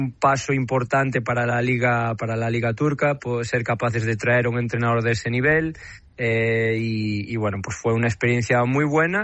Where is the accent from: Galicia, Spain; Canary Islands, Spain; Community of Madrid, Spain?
Galicia, Spain; now in Istanbul, Turkey; la vida pues me ha llevado por diferentes países como buen gallego y estoy ahora aquí por quinta temporada consecutiva en Estambul y muy contento.